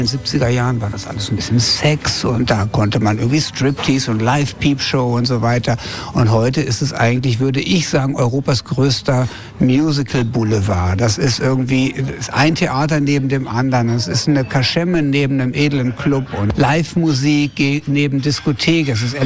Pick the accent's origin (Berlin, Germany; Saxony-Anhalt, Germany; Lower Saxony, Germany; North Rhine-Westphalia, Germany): Lower Saxony, Germany; Hanover; now in Hamburg, Germany; Ich habe mir Hamburg ausgesucht. Ich komme aus Hannover und da gibt es ja 2 gute Alternativen.